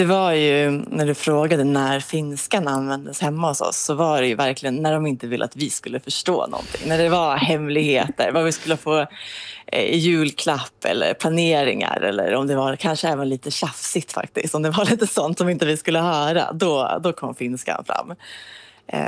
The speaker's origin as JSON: {"language": "Swedish", "country": "Sweden", "said": "Och så säger jag Sverige. Och då kommer följdfrågan, var är dina föräldrar ifrån då? Och då blir det ju Finland."}